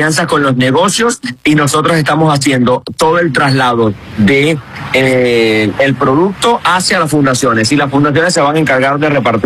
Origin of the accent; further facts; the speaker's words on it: Venezuela; now in Miami, United States; nosotros como venezolanos